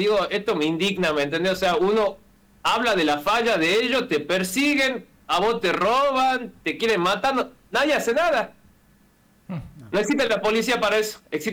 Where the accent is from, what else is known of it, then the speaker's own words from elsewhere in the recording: Salta, Argentina; soy de Salta